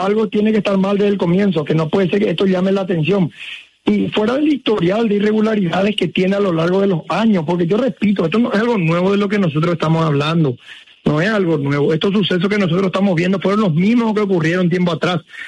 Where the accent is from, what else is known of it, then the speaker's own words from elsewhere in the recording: Ciudad del Este, Alto Paraná, Paraguay; Escúchame, yo soy de Ciudad del Este, yo sé cómo funciona.